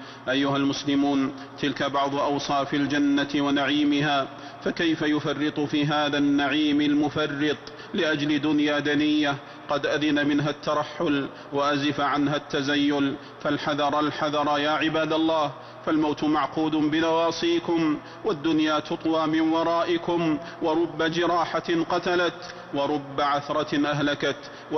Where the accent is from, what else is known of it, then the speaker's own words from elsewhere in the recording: Saudi Arabia; واحفظ بلادنا، واحفظ بلادنا المملكة العربية السعودية وسائر بلاد المسلمين